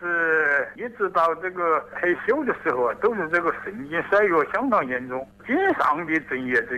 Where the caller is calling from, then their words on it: Tianmen, Hubei, China; 我是天门药口这个